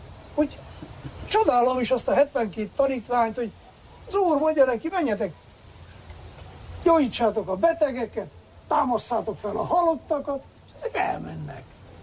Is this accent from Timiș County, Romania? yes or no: no; Harghita, Romania; moved away; én is hazajöttem, ugye én itt nőttem fel Csíkban